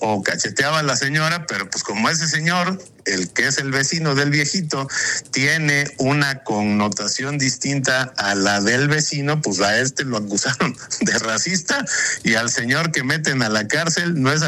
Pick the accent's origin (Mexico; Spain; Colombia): Mexico; quienes somos simplemente mexicanas y mexicanos.